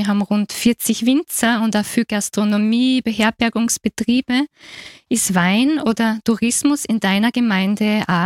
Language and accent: German; Sankt Andrä am Zicksee, Burgenland, Austria; moved away as an adult; also born or lived in Vienna; now in Jois, Austria; Ich bin ja in St. André am Zicksee geboren und aufgewachsen, also im Seewinkel im nördlichen Burgenland. Und ja, nach einem kurzen Intermezzo in Wien für Studium und Arbeit bin ich dann 2008 wieder zurückgezogen und lebe jetzt da mit meinem Mann